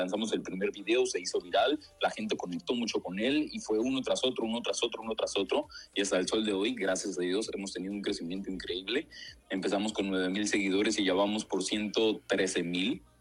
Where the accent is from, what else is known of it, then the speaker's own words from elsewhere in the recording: Venezuela; also born or lived in Panama; now in United States; Bueno, salí de Venezuela en el 2015. Tengo casi 13 años ya fuera de Venezuela y me he radicado, duré 7 años en Panamá, pero estoy aquí radicado en Estados Unidos